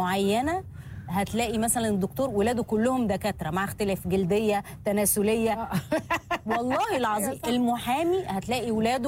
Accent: Sharqia Governorate, Egypt; moved away as an adult; now in Cairo, Egypt; وانا كنت من الشرقيه فاحنا جينا من الشرقيه عشان اقدم في معهد فنون مسرحيه

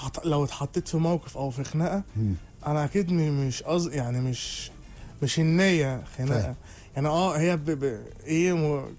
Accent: Cairo, Cairo Governorate, Egypt; moved away as an adult; now in Maadi, Cairo, Egypt; انا اصلا من البستين.

